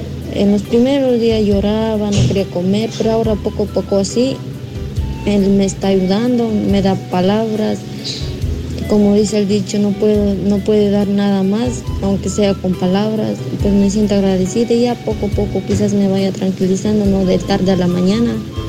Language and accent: Spanish; Ecuador; now in New York, United States; soy de Ecuador y decidí venir y me encuentro aquí ahora en Nueva York.